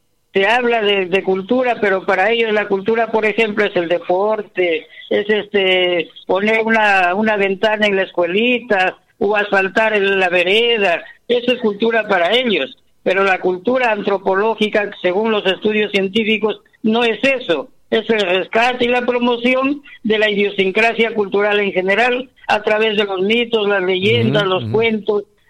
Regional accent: Peru

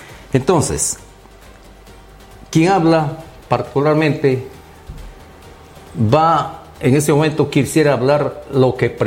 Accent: Lamas, San Martín, Peru

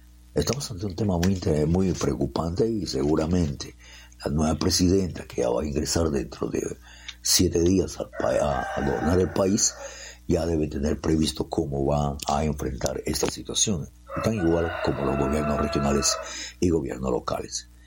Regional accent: Peru; Si somos peruanos y amamos a nuestra patria

